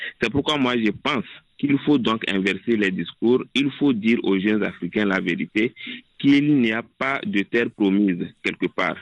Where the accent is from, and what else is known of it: Togo; now in Ziguinchor, Senegal